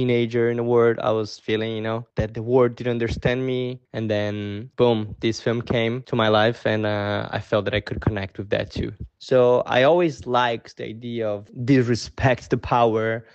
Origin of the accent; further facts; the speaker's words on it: São Paulo, Brazil; And at that time, I was being someone born and raised in Sao Paulo.